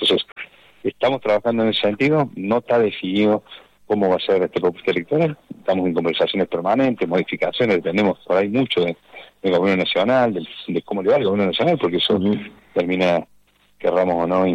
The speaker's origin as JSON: {"language": "Spanish", "region": "Córdoba", "country": "Argentina", "moved": "yes", "said": "Yo soy de otro departamento, originalmente soy de Calamuchita"}